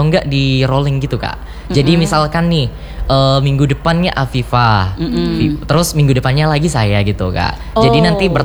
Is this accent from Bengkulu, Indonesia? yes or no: no; Pangkep, South Sulawesi, Indonesia; tahun ini saya juga dari Pangkep